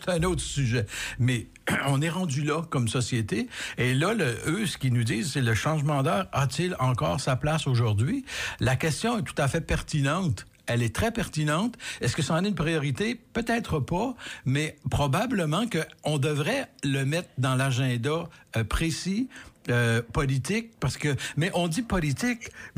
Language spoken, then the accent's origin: French; Canada; Chez nous, au Canada